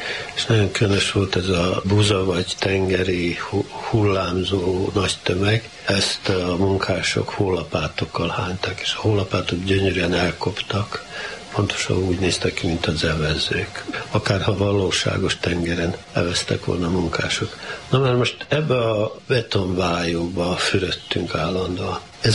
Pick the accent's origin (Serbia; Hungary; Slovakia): Serbia; Kanjiža, Vojvodina; én a Kanizsán a Jézus szíve szobor, illetve a szindikátus otthon, illetve a könyvtár és színház épület melletti lévő lovasházban, úgynevezett lovasházban, mert az ajtó fölött gipsz lófejek voltak, születtem 1940-ben.